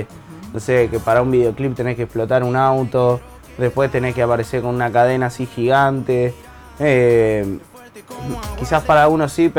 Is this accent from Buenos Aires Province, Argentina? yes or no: yes; Necochea, Buenos Aires Province, Argentina; born there; Yo nací en Necochea. Necochea es una playa al sur de Buenos Aires, que es la más linda de Argentina.